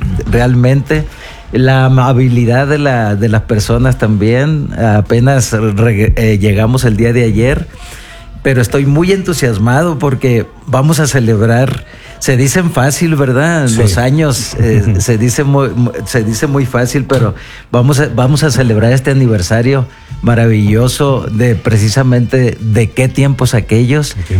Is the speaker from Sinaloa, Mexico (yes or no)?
yes; Culiacán, Sinaloa, Mexico; yo vengo de una ciudad que se llama Culiacán, Sinaloa, México.